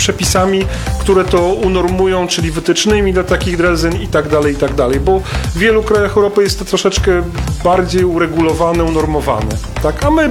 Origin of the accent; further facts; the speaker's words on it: Tuchola, Kuyavian-Pomeranian Voivodeship, Poland; Nie pochodzimy z tego regionu. Ja osobiście pochodzę z Tucholi w Borach Tucholskich, też bardzo malowniczego miejsca.